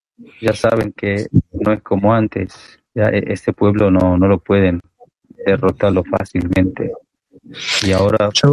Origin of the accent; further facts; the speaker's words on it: Iran; cualquier país que van, más que nada los países que sufrieron mucho de imperialismo, decimos que somos de Irán, son: wow, Irán, aplauden, nos abrazan y dicen, sí, los iraníes.